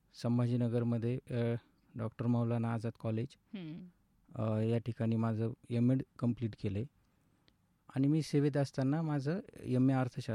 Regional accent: Shivli, Maharashtra, India; moved away as an adult; now in Ahilyanagar, India; मी मूळचा शिवली गाव, तालुका जिल्हा जालना, आणि माझं बालपण शिवली गावातच गेलं। 10वीपर्यंत शिक्षण माझं जिल्हा परिषद शिवली या ठिकाणी झालेलं आहे, आणि पुढे मी जालना या ठिकाणी माझं ग्रॅज्युएशन केलं आहे

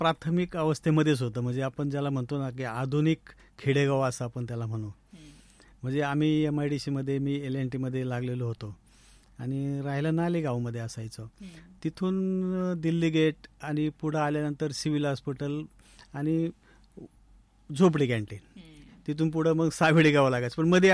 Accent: Umraj, Maharashtra, India; now in Ahmednagar, India; माझं बालपण, माझं गाव उमरज जुन्नर तालुक्यामध्ये, उमरज या गावीच गेलं मी। आमचं गावापासून 1-2 किलोमीटर आतमध्ये खेडेगाव आहे, सोंडेवाडी असं वाडी आहे छोटीशी, आणि त्या वाडीमध्येच गेलं।

